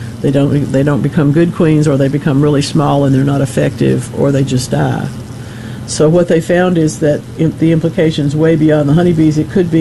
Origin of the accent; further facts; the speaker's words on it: Gulfport, Mississippi, United States; I grew up in Gulfport